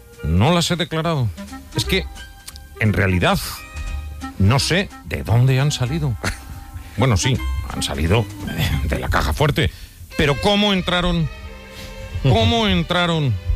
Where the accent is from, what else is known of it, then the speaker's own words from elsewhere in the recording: Spain; porque como español, pues yo soy muy español, lo que tengo es un alto sentido del deber.